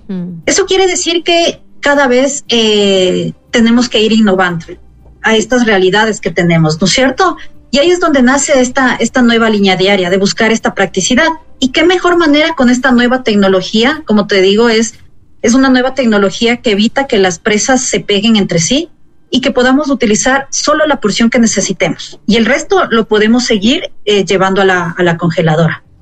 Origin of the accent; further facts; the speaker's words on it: Ecuador; para nosotros como ecuatorianos